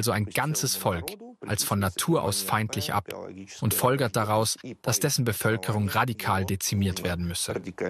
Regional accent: Saint Petersburg, Russia; denn Leningrad ist meine Heimatstadt

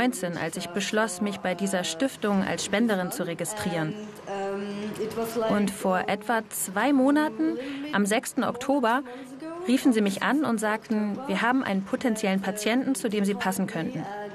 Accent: Luxembourg; moved away; Ich komme ursprünglich aus Luxemburg.

